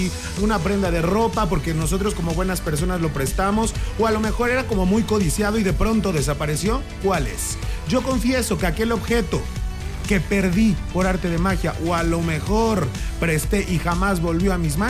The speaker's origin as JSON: {"language": "Spanish", "country": "Mexico", "said": "porque hoy somos más mexicanos que nunca. Cada que juega nuestra selección, aparte de sentirnos orgullosos del país"}